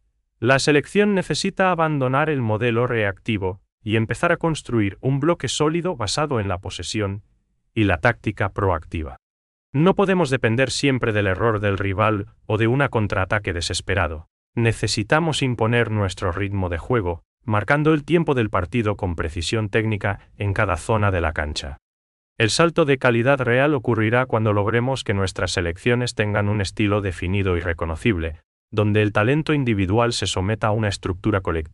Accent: Paraguay

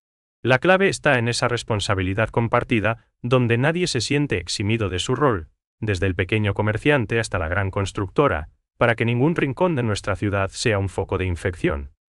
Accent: Paraguay

